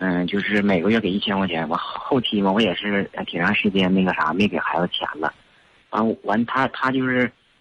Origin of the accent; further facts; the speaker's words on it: Inner Mongolia, China; moved away; 我自己回老家，因为我老家是内蒙的